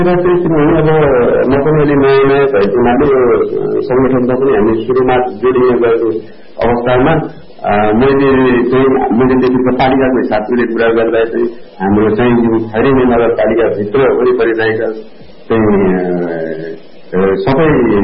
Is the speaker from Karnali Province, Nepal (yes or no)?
no; Khairahani, Bagmati, Nepal; हजुर, बाल्यकालै चितवनमै भयो। आफ्नै समितामै भयो।